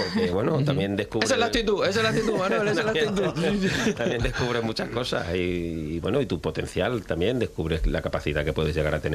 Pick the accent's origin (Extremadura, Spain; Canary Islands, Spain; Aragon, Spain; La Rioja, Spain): Extremadura, Spain; Cabezas del Buey; Nosotros veníamos de una zona agraria, ganadera. Somos de La Serena. Los dos somos de Cabezas del Buey, aunque nos implantamos en Don Benito.